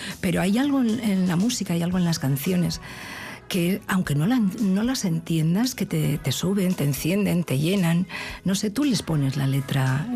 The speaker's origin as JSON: {"language": "Spanish", "town": "Vitoria-Gasteiz", "region": "Basque Country", "country": "Spain", "tie": "born there", "also_born_or_lived": "Markina / Andalusia", "said": "Yo me siento totalmente vasca, me siento, nací en Marquina, pero yo me siento de Vitoria-Gasteiz, me siento vitoriana, y sé que hay una parte de mí que son mis raíces"}